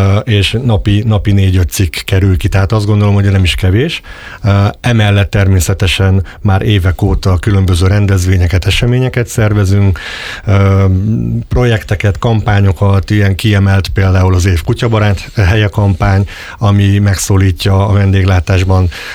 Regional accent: Balatonkeresztúr, Somogy, Hungary; born there; moved away as an adult; also born or lived in Fonyód / Budapest / Szeged; now in Keszthely, Hungary; ott nőttem fel, 8 éves koromban költöztünk családdal Balaton keresztúra, ahol fejeztem az általános iskolát, majd Fonyódon érettségiztem a gimnáziumba, onnan ugye hát azért az utam Budapest és Szegedre vezetett egyetemre

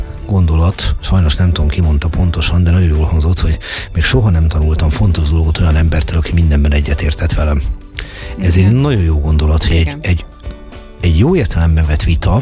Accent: Jászárokszállás, Jász-Nagykun-Szolnok, Hungary; now in Budapest, Hungary; azt mondom, hogy budapesti vagyok, de jászárokszállási is vagyok, magyar vagyok, világpolgár vagyok

